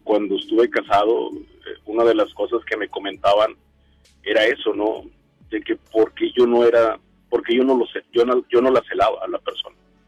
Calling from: Monterrey, Nuevo León, Mexico; De aquí, de Monterrey, de acá, del área de Cumbres, por acá, de este lado.

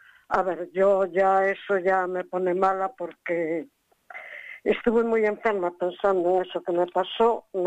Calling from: Pontevedra, Galicia, Spain; Desde Pontevedra.

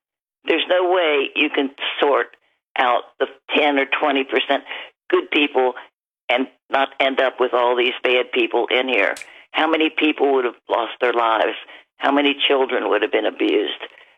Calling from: Florida, United States; in Florida.

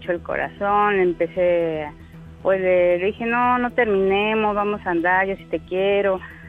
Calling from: Mexico City, Mexico; Tengo 43, soy de Iztacalco.

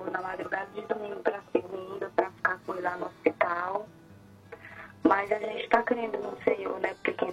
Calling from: Fortaleza, Ceará, Brazil; Eu falo de Fortaleza

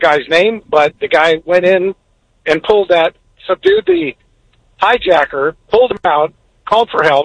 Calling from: Mesa, Arizona, United States; calling from Mesa.

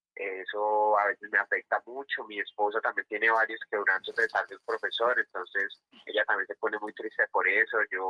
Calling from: Zipaquirá, Cundinamarca, Colombia; me estoy llamando acá desde Zipaquirá

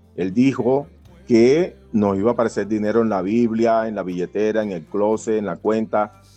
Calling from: Bogotá, Colombia; Les hablo desde la ciudad de Bogotá.

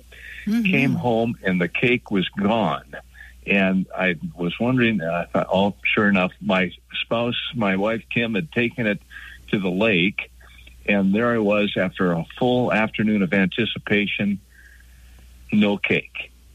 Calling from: Fargo, North Dakota, United States; up in Fargo, North Dakota, Frosty Fargo.

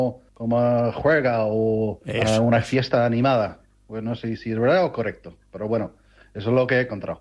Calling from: Ireland; Spanish is a second language; Yo soy irlandés, entonces como español no es mi lengua nativa

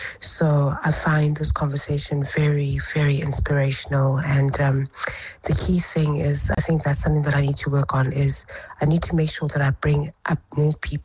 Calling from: Ireland; And I'm calling from Ireland this time round. I usually call in from London. I'm visiting family in Ireland this time round.

